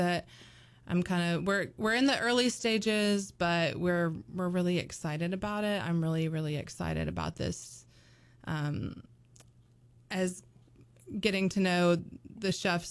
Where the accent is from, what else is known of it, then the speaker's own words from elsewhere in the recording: Birmingham, Alabama, United States; so I grew up in Birmingham and my grandma's from a really small town called Grove Hill and, it's in South Alabama.